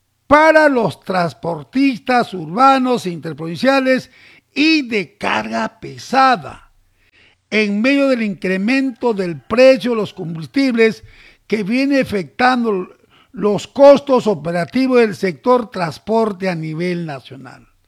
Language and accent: Spanish; Peru; ¿Y qué somos el resto peruanos?